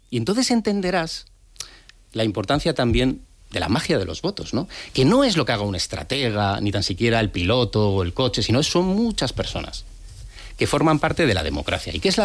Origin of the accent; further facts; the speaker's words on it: San Sebastián, Basque Country, Spain; now in Madrid, Spain; yo cuando llegué de Donosti a Madrid, hoy Madrid F, que eso da para un programa entero.